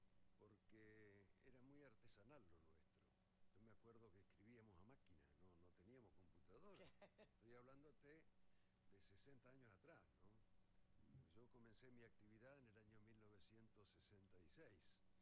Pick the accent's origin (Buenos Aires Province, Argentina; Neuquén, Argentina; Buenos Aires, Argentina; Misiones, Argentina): Neuquén, Argentina; Y ahí crecí yo, en Colonia Valentina, cuando era rural.